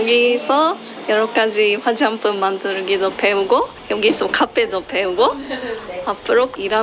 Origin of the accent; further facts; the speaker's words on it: Japan; Korean is a second language; moved away as an adult; now in Wonju, South Korea; 네, 저는 일본에서 온 … 여기서 13년째예요.